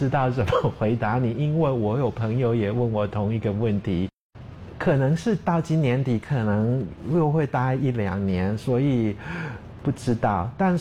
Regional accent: Tasmania, Australia; 我是从塔斯马尼亚来的，我在塔州有自己种菜，在这里热带气候种菜其实蛮困难

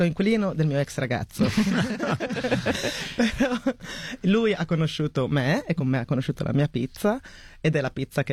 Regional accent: Rimini, Emilia-Romagna, Italy; Io sono riminese, però origine siciliana, mio sangue siciliano.

